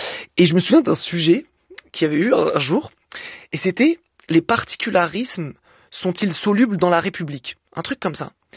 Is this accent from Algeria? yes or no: yes; Algeria